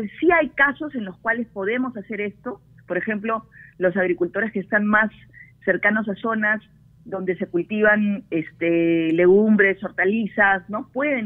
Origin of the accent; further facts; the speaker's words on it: Peru; yo invoco a que enfrentemos esta situación como peruanos y peruanas de buena voluntad.